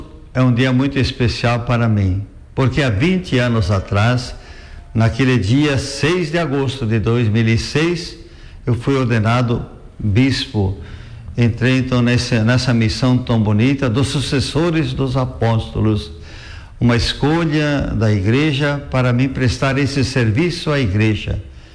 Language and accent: Portuguese; Santa Catarina, Brazil; born there; moved away as an adult; also born or lived in Vitória, Espírito Santo; me transferiu para a diocese de Joaçaba, esta querida diocese onde eu nasci.